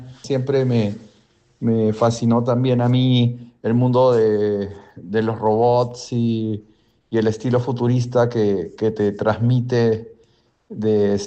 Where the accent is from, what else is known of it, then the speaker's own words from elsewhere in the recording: Peru; Teniendo también antepasados españoles y actualmente yo como artista peruano